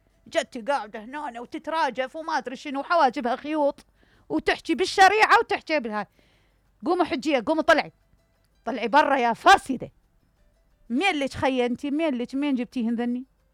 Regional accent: Iraq

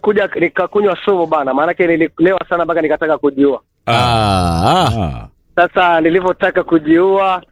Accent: Mtwapa, Kilifi County, Kenya; Na nilitoka maeneo ya Mtwapa, mimi nimezaliwa Mtwapa.

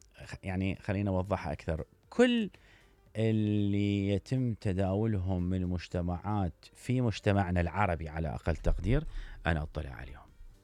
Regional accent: Iraq; المهم الجهتين اللي دخلوا عندنا بالعراق وسألنا،

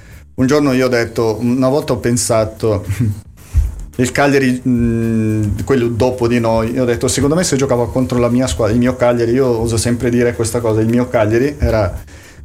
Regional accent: Brazil; now in Sardinia, Italy; noi veniamo dal Brasile

